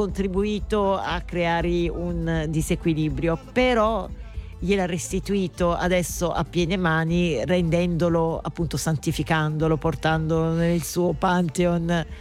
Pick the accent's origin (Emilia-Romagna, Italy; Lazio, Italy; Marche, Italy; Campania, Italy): Campania, Italy; Naples; noi napoletani